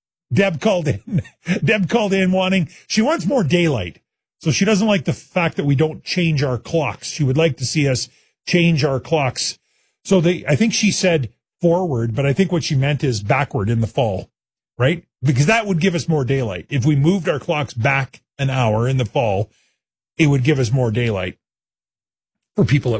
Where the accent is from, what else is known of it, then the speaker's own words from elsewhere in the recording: Saskatchewan, Canada; also born or lived in Alberta; I grew up in Saskatchewan, although I did live in Alberta for a year.